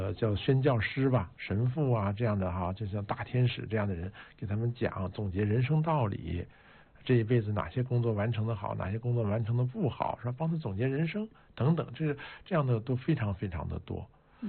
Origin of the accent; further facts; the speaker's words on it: China; 因为我们中国人